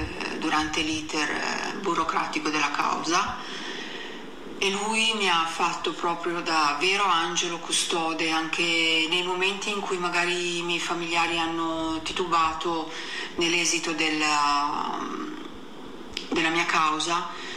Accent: Genoa, Liguria, Italy; sono di Genova.

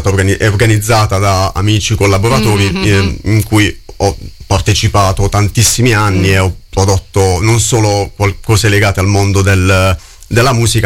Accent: Mola di Bari, Apulia, Italy; Sono originario della Puglia

